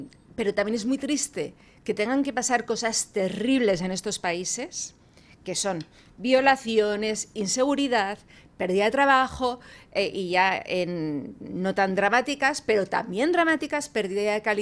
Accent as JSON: {"language": "Spanish", "country": "Spain", "said": "O sea, es que aunque yo no contribuya, es que si yo he decidido, si, ¿por qué? O sea, es que yo soy española"}